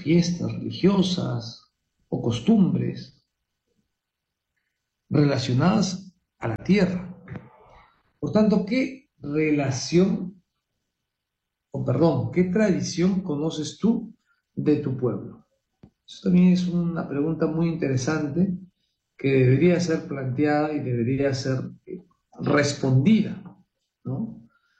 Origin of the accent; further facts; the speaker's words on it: Peru; en el caso para nosotros, el Perú, nuestra madre patria.